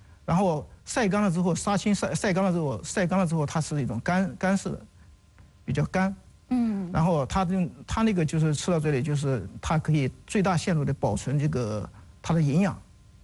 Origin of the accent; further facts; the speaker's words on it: Anhui, China; 我们安徽这边